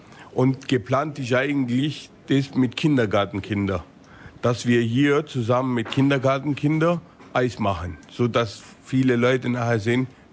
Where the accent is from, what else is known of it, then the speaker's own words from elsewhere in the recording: Italy; also born or lived in Germany; Ich bin weit weg von meinen Eltern aufgewachsen. Wo ich geboren bin, wo ich erst ein paar Monate alt war, haben sie mich nach Italien geschickt bei Oma und Oma.